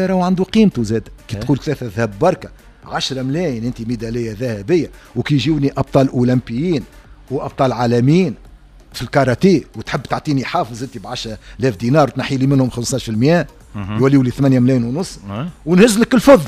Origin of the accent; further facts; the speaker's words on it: Tunisia; احنا عندنا في تونس